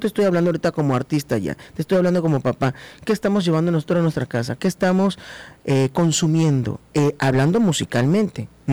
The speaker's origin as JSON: {"language": "Spanish", "region": "Tabasco", "country": "Mexico", "said": "soy del estado de Tabasco."}